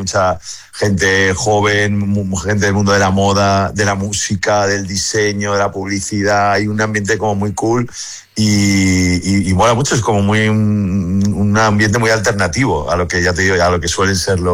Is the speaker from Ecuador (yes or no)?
no; Valencia, Valencian Community, Spain; soy de Valencia